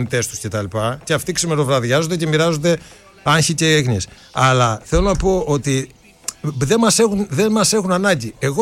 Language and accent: Greek; Greece; ενώ είμαστε Έλληνες.